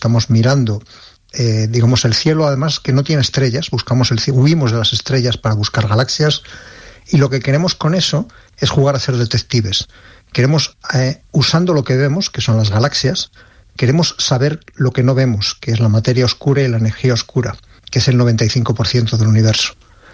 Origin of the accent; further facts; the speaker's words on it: Ávila, Castile and León, Spain; yo soy de Ávila y en Ávila tenemos unos cielos envidiables, de hecho tenemos reservas Starlight.